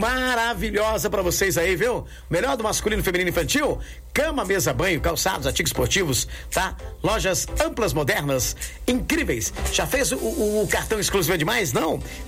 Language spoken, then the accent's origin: Portuguese; Descalvado, São Paulo, Brazil; born there; E ainda Escalvado, minha terra querida, madre inesquecível, onde tudo começou minha vida em 83, na Bezerra Paz, 343.